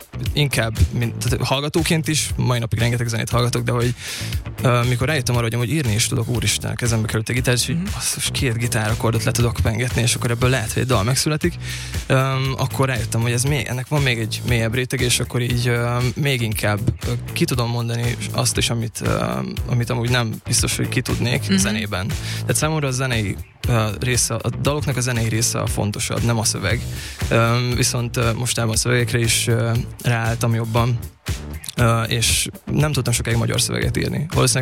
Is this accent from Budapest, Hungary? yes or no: no; Nyíregyháza, Szabolcs-Szatmár-Bereg, Hungary; Igen, ott születtem, és ott is nőttem fel, zenei általános iskolában jártam